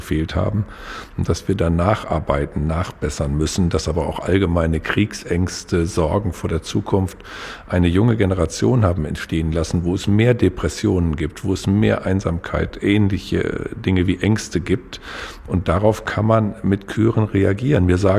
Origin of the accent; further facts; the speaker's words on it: Northern Germany, Germany; Das muss ich als Norddeutscher inzwischen konstatieren.